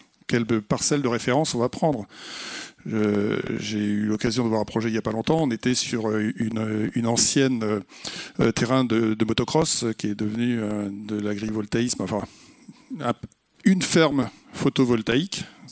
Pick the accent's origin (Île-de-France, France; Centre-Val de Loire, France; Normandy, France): Normandy, France; je suis normand